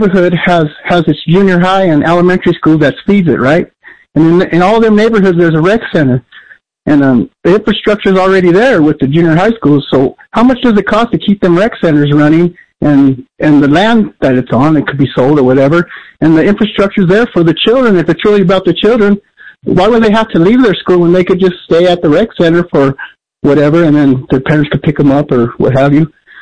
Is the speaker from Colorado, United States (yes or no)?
yes; Denver, Colorado, United States; Hey, I grew up in Denver, so I can only speak to Denver